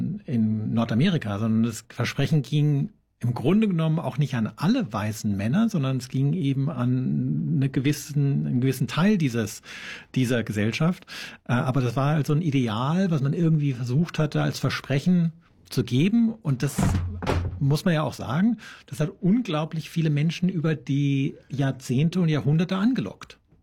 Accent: Baden-Württemberg, Germany; also ich bin in Baden groß geworden, da, zwischen Elsass und Baden

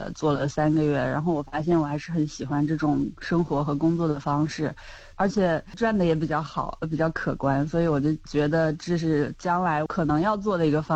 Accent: Shanxi, China; moved away as an adult; now in Kalgoorlie, Australia; 别人都会问我说你哪里的，我说山西人的

